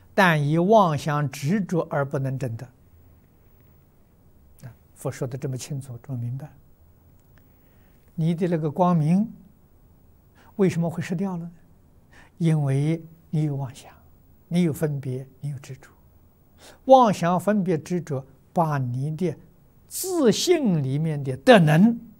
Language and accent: Chinese; China